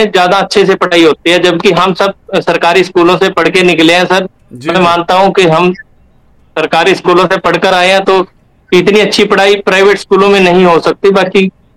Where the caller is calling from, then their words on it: Ambala, Haryana, India